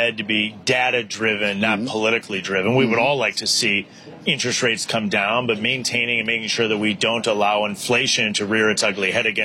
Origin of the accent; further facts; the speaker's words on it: Wisconsin, United States; now in California, United States; from here in California to my home state of Wisconsin.